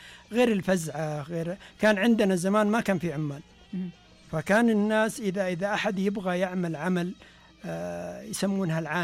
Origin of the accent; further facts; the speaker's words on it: Dhahran Al Janub, Asir, Saudi Arabia; عندنا في التعليم في ظهران الجنوب